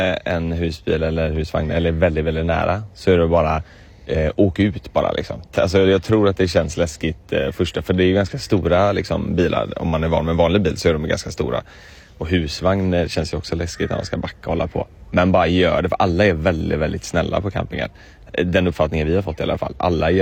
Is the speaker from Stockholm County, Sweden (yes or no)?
no; Gothenburg, Västra Götaland County, Sweden; Ja, men också hemma i Göteborg så är det, du vet, det är väldigt mycket berg och sådär. Det är väldigt platt här nere.